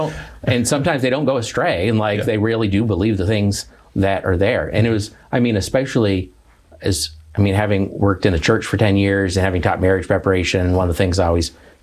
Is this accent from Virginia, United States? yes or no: no; Tucson, Arizona, United States; also born or lived in Santa Barbara, United States; Yeah, I grew up in Tucson, Arizona.